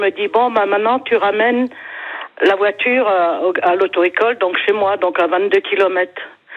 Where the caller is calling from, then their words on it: Orange, Provence-Alpes-Côte d'Azur, France; je suis à Orange, mais j'ai passé mon permis, j'avais juste 18 ans, en 1970.